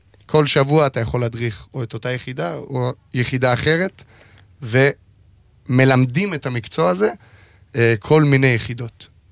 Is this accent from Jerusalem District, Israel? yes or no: no; Alon HaGalil, Northern District, Israel; מאלון הגליל, משרת בחטיבת המרום